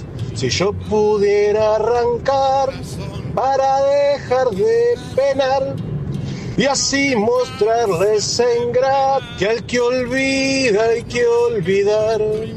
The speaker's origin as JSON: {"language": "Spanish", "town": "Liniers", "region": "Buenos Aires", "country": "Argentina", "said": "de Linier, bueno, hermoso, muchas gracias."}